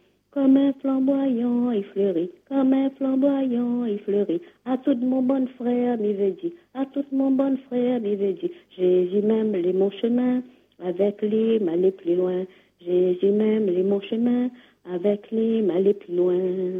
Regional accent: Cameroon; qu'on vient du Cameroun, on parle français

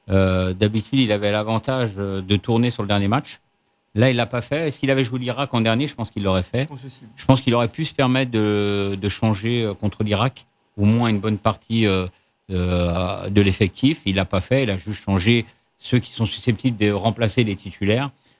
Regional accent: Algeria; Moi, je suis algérien

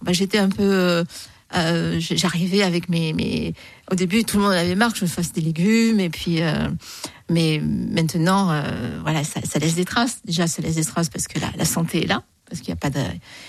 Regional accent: Avignon, Provence-Alpes-Côte d'Azur, France; born there; also born or lived in Besançon; Non, je suis née à Avignon. Voilà, j'ai des origines du Sud et espagnoles par mon père. Et la vie m'a amenée à Besançon et j'ai passé quand même une bonne vingtaine d'années à Besançon.

